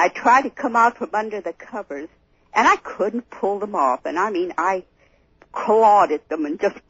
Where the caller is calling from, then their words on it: Bakersfield, California, United States; from Bakersfield.